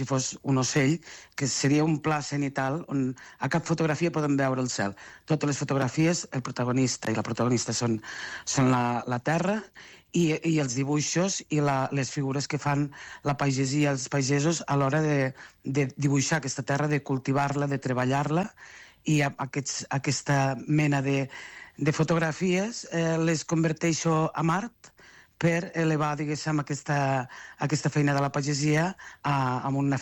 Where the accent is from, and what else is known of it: Catalonia, Spain